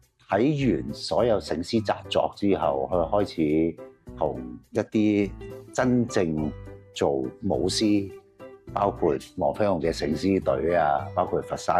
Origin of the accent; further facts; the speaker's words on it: Hong Kong; 我覺得就作為一個真係本土土生土長香港人，對我個人意義，正係做呢件事嘅尋根路上